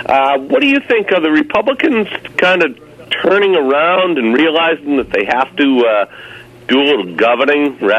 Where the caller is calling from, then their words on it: Massachusetts, United States; I'm from Massachusetts, as you know.